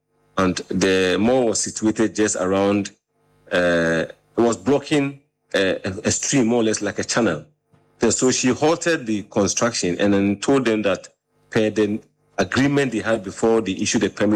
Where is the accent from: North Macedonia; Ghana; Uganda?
Ghana; Accra, Greater Accra; I grew up in Bema Camp.